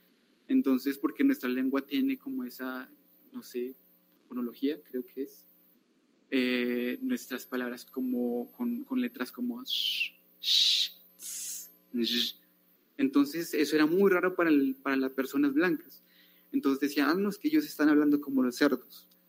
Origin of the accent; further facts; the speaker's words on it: Sibundoy, Putumayo, Colombia; moved away as an adult; now in Bogotá, Colombia; en este caso hablo de Sibundoy